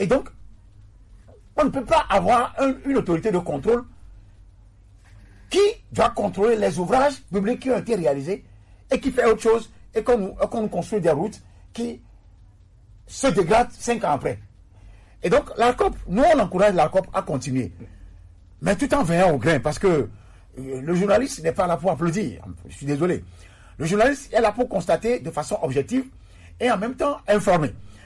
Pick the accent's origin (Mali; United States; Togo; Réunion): Togo; chez nous au Togo